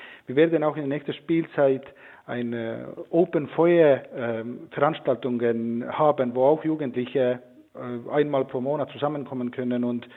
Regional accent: Estonia; now in Germany; Ich hatte sogar Möglichkeit, eine Regisseurin aus Estland, aus meinem Heimatland mitzubringen.

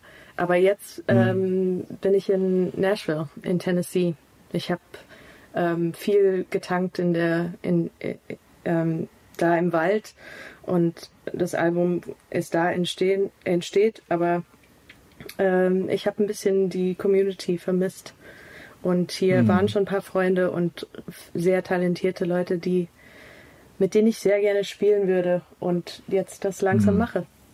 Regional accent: Canada; German is a second language; moved away as an adult; also born or lived in New Zealand; now in Germany; weil ich bin auch nicht in Deutschland aufgewachsen. Es ist wirklich nicht meine Muttersprache, obwohl meine Mutter Deutsch ist. Und also in Kanada und Neuseeland aufgewachsen zu sein und dann mit 18 zum ersten Mal nach Deutschland zu ziehen, auch damals relativ akzentfrei.

